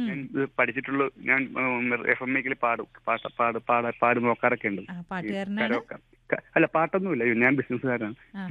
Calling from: Thuravoor, Kerala, India; ഇത് സ്ഥലം തുറവൂര്, ചേർത്തല തുറവൂർ

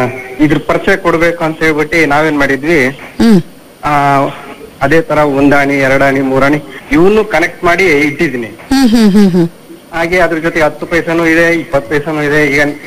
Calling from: Aralikoppa, Karnataka, India; ನಮ್ಮ ಅರಳಿಕೊಪ್ಪದಲ್ಲಿ ಒಂದು ಗ್ರಾಮ ಪಂಚಾಯತ್ ಇದೆ

